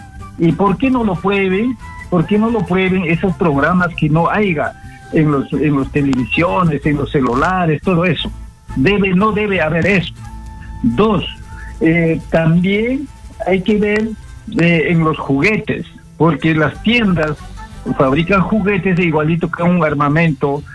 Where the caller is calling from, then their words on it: Satipo, Junín, Peru; Ando acá del departamento de Junín, provincia de Satipo.